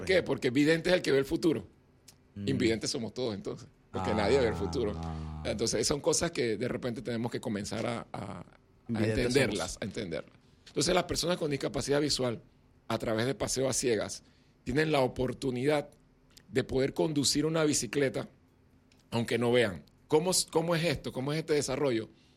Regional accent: Panama; ahora nos toca una tarea como panameños.

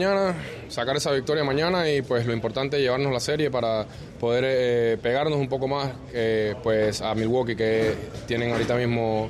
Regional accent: Panama; somos panameños.

